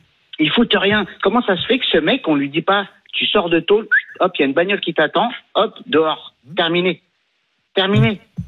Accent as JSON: {"language": "French", "country": "France", "said": "Et nous, en tant que Français, on n'en a rien à foutre de leur connerie."}